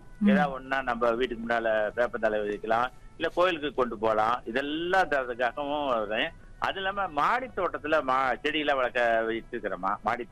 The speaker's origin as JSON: {"language": "Tamil", "region": "Tamil Nadu", "country": "India", "tie": "born or raised there", "moved": "yes", "lives_now": "Erode, India", "said": "அது எங்கள் சொந்த ஊரில் தாரமரம் பார்த்தலாம் பழக்கான ஒரு சின்ன கிராமத்தில் இருக்குது."}